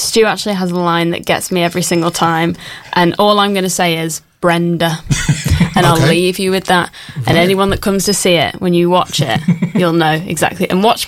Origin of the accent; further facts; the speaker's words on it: England, United Kingdom; I am from England, but I will say I am cheating a little because I have a lot of Irish family.